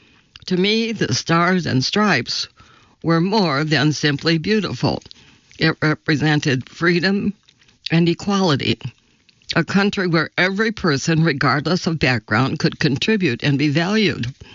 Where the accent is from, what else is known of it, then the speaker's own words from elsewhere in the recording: India; now in United States; something I dreamed of ever since I was growing up in India. John knew how much this meant to me